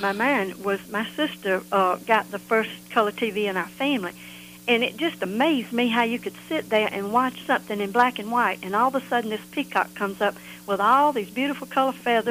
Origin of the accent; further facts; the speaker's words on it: Augusta, United States; see, I grew up in Augusta.